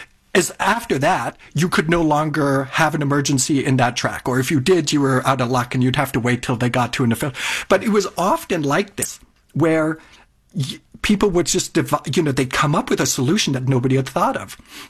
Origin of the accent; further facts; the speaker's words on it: Toronto, Ontario, Canada; moved away as an adult; also born or lived in South Germany; South Germany. And we immigrated to Canada, I don't even want to tell you, but it was in 1986. And then I grew up in Toronto for the next 15 years.